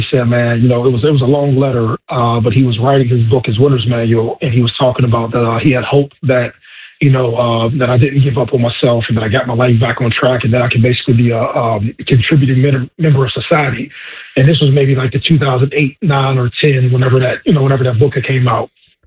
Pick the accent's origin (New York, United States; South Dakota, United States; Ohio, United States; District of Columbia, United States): Ohio, United States; Youngstown; I was like, you know, super fascinated and a fanboy of Coach Trussell growing up in Youngstown.